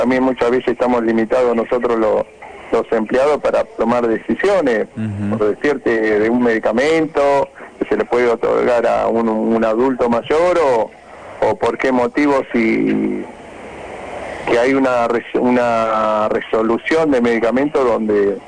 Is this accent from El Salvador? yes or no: no; Argentina; cerrando como sociedad y como ciudadano y como argentino